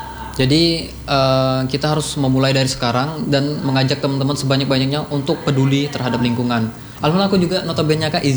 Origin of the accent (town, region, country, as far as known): Bangka Belitung Islands, Indonesia; born there